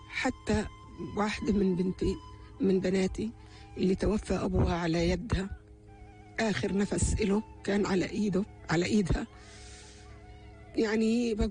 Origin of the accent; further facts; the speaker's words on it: Palestine; أنا كأم فلسطينية